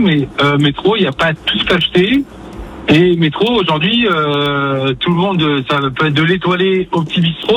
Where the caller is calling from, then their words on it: Lyon, Auvergne-Rhône-Alpes, France; Je suis de Lyon.